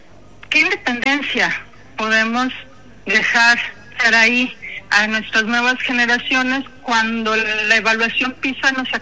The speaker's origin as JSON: {"language": "Spanish", "country": "Mexico", "said": "como somos como mexicanos, y eso es algo bueno y a veces algo malo, ¿no?"}